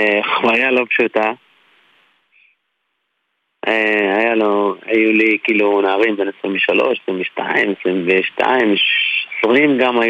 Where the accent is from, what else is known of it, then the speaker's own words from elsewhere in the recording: Northern District, Israel; אני מיישוב בדואי בצפון, מכפר קטלמי